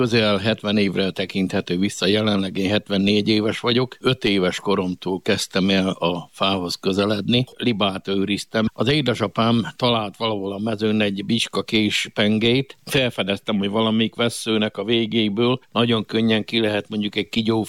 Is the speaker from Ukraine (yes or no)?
yes; Hut, Zakarpattia Oblast, Ukraine; also born or lived in Uzhhorod / Berehove; Kárpátalja Beregszász járás Gut községében születtem. Amikor bevégeztem a 8 általános iskolát, akkor utána Ungvár a 43-as számú faipari szakközépiskolába műbútorasztalosnak tanultam.